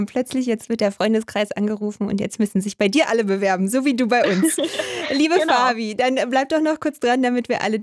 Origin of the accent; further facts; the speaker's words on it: Berlin, Germany; Ich bin ja auch Berlinerin